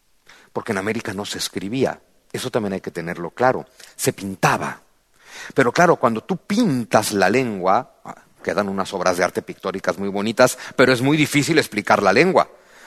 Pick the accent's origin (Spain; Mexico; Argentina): Mexico; del español que hablamos en México tienen origen náhuatl, que para nosotros los mexicanos es como si fueran español.